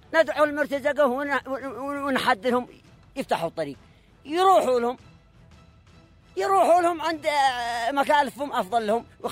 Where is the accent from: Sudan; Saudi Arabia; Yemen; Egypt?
Yemen; نحن اليمنيين